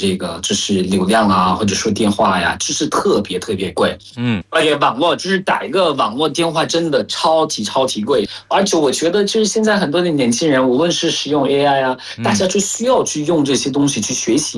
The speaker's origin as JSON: {"language": "Chinese", "country": "Cameroon", "second_language": "Chinese", "moved": "yes", "said": "我是来自喀麦隆的"}